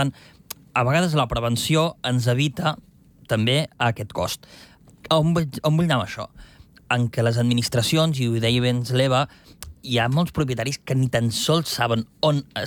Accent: Sant Joan les Fonts, Catalonia, Spain; a la Garrotxa, jo al meu poble, Sant Joan les Fonts, tu surts a caminar i hi ha molta diferència entre un terreny i un altre.

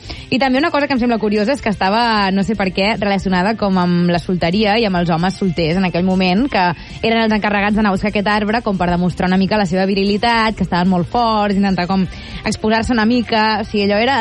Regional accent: Blanes, Catalonia, Spain; allà d'on soc jo, Blanes, no es fa res.

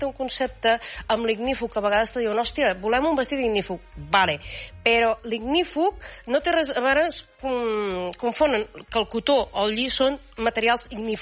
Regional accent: Riudoms, Catalonia, Spain; Jo sóc de Riudoms.

